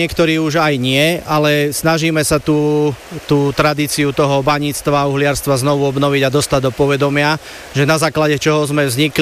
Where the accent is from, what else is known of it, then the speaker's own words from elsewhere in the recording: Motyčky, Banská Bystrica Region, Slovakia; Tak je to moja rodná dedina, kde som od malička rástol